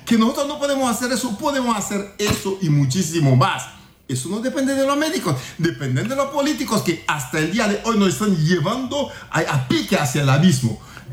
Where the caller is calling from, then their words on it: Honduras; como hondureño